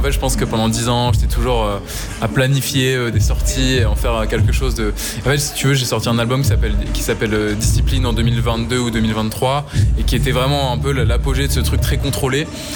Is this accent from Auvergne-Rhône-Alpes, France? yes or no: no; Rouen, Normandy, France; Dans ma ville natale à Rouen.